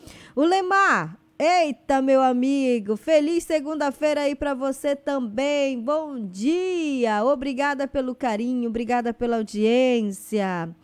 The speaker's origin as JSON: {"language": "Portuguese", "country": "Brazil", "said": "como boa brasileira que eu sou"}